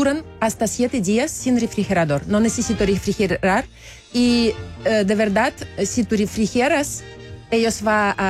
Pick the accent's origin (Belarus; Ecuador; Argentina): Belarus; Spanish is a second language; moved away as an adult; also born or lived in Maldives; now in Chile; yo de Belarus, en Belarus es muy pequeño país.